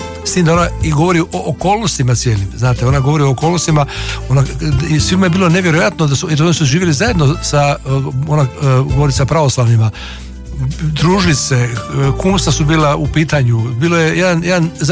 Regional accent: Split, Split-Dalmatia County, Croatia; moved away as an adult; Ja sam odrastao u Splitu, išao sam u Gospa Ozdravlja na vjeronauk

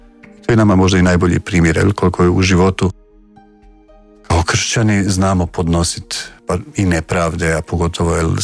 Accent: Bosnia & Herzegovina; moved away; dolazim iz Bosne pa sam djelovao u tim nekim župama koje su bile i gdje su katolici bili u manjini, jel?

